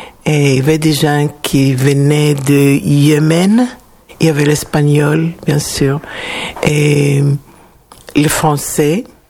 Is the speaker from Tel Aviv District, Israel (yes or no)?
yes; Tel Aviv, Tel Aviv District, Israel; first language Hebrew; French is a second language; also born or lived in a kibbutz in Israel; Je suis née en Israël, dans une petite ville, et mes parents habitaient à cette époque dans un kibboutz. Ils n'étaient pas membres de kibboutz, ils étaient professeurs, et j'ai grandi là-bas.